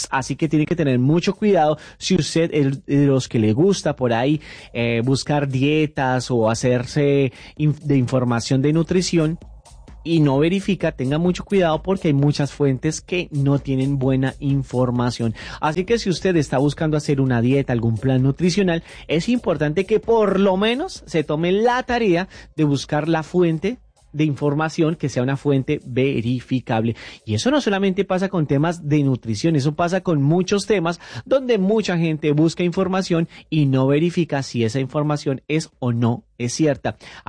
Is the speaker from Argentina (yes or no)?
no; Colombia; soy colombiano